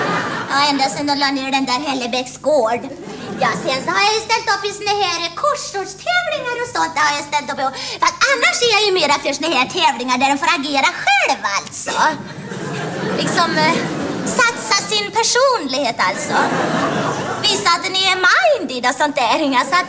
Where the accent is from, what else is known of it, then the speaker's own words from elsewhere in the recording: Västra Götaland County, Sweden; born there; Det är nämligen så att jag hade en väldigt svår dialekt att arbeta bort. Ja, det är nämligen så att jag är född i Västergötland